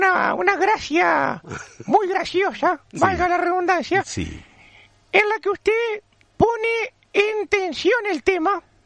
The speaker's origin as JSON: {"language": "Spanish", "country": "Uruguay", "said": "Que uno sea uruguayo no significa que sea acólito de Bielsa, ¿no?"}